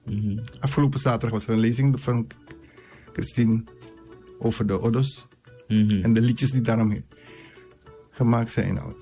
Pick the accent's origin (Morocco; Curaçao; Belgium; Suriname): Suriname; also born or lived in Netherlands; ik ben een trotse Surinamer.